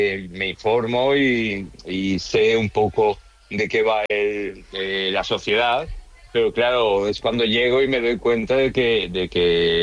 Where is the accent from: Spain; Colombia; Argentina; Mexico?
Spain; Valencian Community; Yo pensaba que iba a ser muy sencillo defender aquí la paella, como valenciano que soy.